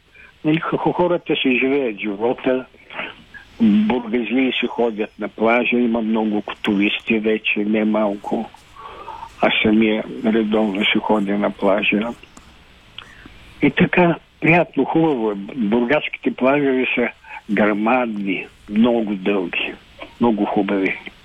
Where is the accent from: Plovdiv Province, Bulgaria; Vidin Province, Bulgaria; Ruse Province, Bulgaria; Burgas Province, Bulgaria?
Burgas Province, Bulgaria; Burgas; also born or lived in Sofia; Това не може да не събуди в мене този бургаски хулинизъм и патриотизъм и любов към моя роден град, на който съм се посветил живота, макар че част от него е в София.